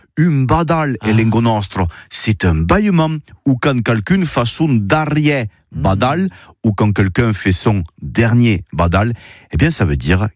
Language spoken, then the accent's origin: French; Occitanie, France; Chez nous, en Occitanie, bader signifie regarder, être bouche bée.